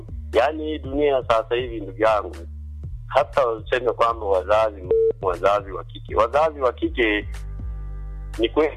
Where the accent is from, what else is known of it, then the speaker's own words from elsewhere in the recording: Serengeti, Mara, Tanzania; born there; now in Mwanza, Tanzania; mimi kwetu ni Serengeti